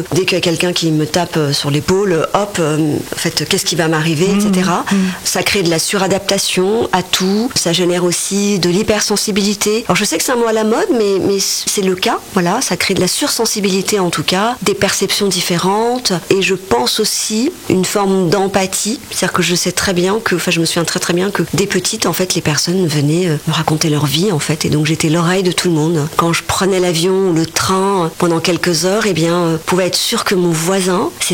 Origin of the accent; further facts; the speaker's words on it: Madagascar; born there; Je suis née à Madagascar, dans un lit, je dirais, déjà un peu conflictuel, c'est-à-dire que ma maman, elle est malgache catholique et mon papa, indien musulman.